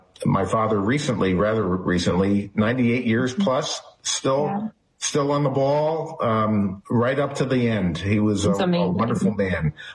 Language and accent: English; Allentown, Pennsylvania, United States; in Allentown, Pennsylvania, is where we mm-hmm. reside for part of the year now, but this has been my hometown.